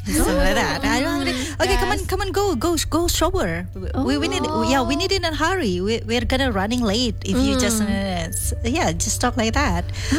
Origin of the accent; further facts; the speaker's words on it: Indonesia; English is a second language; You know that we are Indonesian and completely we love Indonesia a lot.